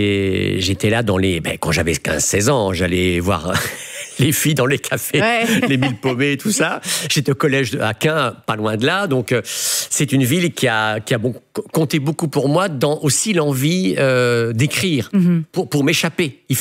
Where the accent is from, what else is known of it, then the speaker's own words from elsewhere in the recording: Belgium; et surtout qu'on est belge. Ah oui, alors là, c'est un atout majeur. On est les cousins des Québécois, en fait.